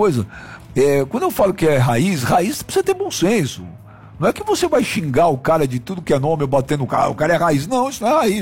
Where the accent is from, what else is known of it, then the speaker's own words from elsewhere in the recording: Brazil; nós somos brasileiros.